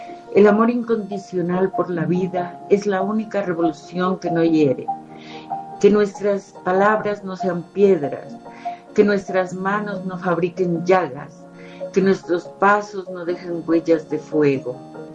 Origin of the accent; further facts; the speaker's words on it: Colombia; colombiana.